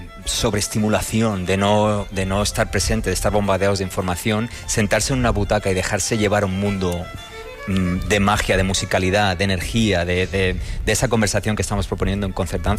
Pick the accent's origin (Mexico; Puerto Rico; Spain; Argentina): Spain; moved away as an adult